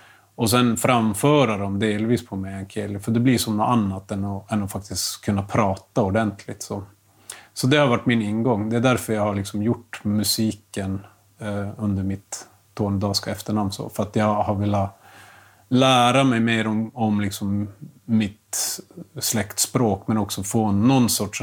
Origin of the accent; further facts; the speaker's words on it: Norrbotten County, Sweden; Men som sagt, jag växte upp i Malmfälten